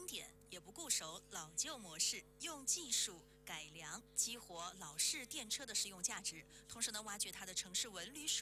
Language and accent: Chinese; Wuhan, Hubei, China; 它是咱们武汉人的儿时记忆。